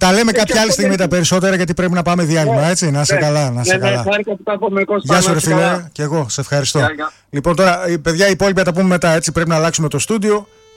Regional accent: Greece; σαν Έλληνες

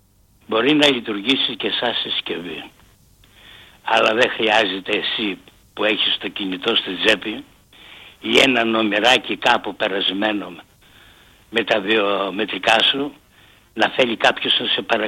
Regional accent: Greece

